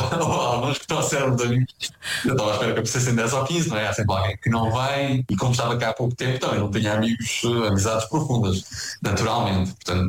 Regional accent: Portugal

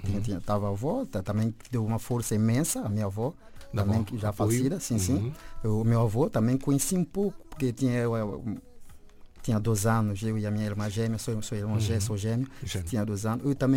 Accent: Príncipe, São Tomé & Príncipe; nasci, cresci na Ilha do Príncipe.

